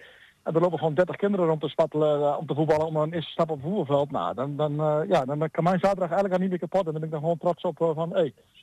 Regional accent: Oene, Gelderland, Netherlands; moved away; Ik kom zelf oorspronkelijk uit Oenen.

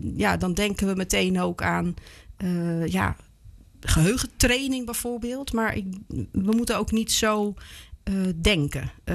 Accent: The Hague, South Holland, Netherlands; 49 lentes jong. Bovenal moeder van mijn 3 kinderen. Ik kom uit Den Haag

